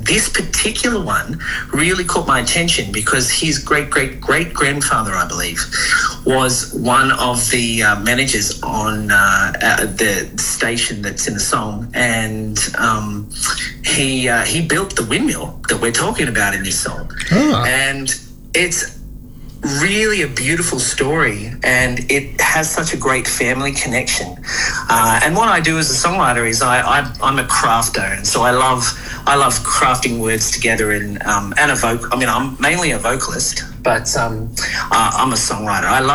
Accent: Gunnedah, New South Wales, Australia; born there; moved away as an adult; also born or lived in Nashville, United States; I was born in Gunnedah, New South Wales

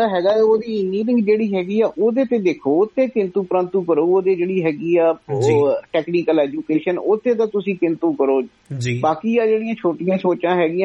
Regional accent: Punjab, India

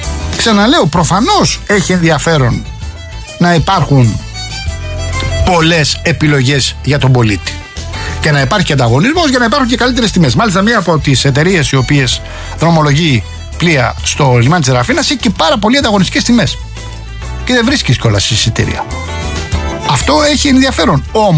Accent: Rafina, Attica, Greece; είναι και ο τόπος μου

